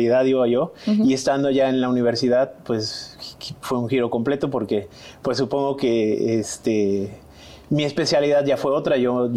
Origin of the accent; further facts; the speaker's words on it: Xalapa, Veracruz, Mexico; Yo soy de aquí de Xalapa, aunque mi papá o mi familia es de... Mi papá sobre todo es de Cosamaloapan, de la cuenca del Papaloapan